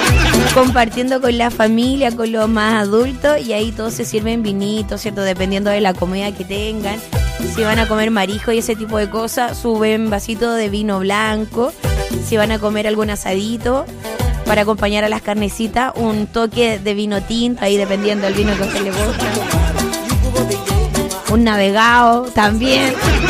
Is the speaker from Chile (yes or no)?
yes; Chile; yo soy un pésimo chileno.